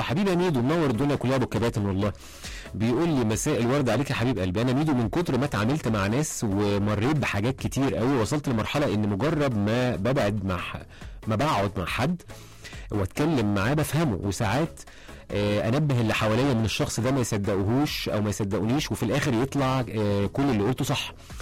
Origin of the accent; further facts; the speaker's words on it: Egypt; بيعملوها المصريين اعتقد احنا الشعب الوحيد اللي بيعملها